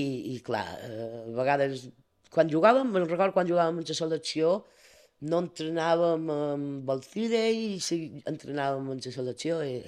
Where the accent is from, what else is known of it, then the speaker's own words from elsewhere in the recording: Bunyola, Balearic Islands, Spain; Jo soc molt de Bunyola.